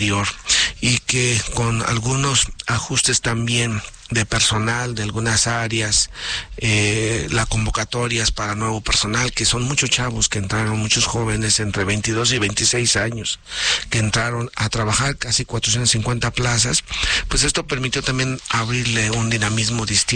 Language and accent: Spanish; Paracho, Michoacán, Mexico; Soy originario de ahí, de la meseta Purépecha, orgullosamente de mis raíces, de esta zona.